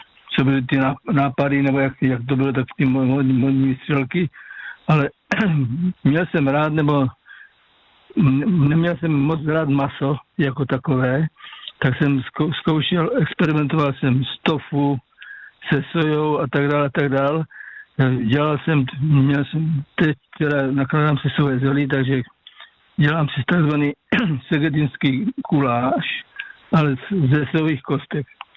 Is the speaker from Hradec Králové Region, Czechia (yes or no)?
no; South Moravian Region, Czechia; já pocházím z Moravskoslovácka, to už víte